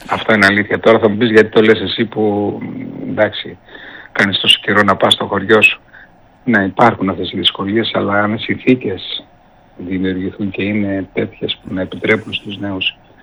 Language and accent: Greek; Keramoti, Greece; moved away as an adult; now in Heraklion, Greece; Και χρόνια πολλά στο χωριό μου, στην Κεραμωτή, που σήμερα είναι τα Αγιομήρωνα.